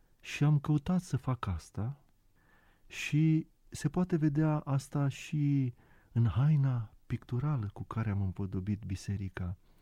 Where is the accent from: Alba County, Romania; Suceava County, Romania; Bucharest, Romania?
Alba County, Romania; Sebeș; Am revenit la Sebeș, în orașul meu natal, și cu gândul că aș putea oferi ceva ca recunoștință celor care m-au format.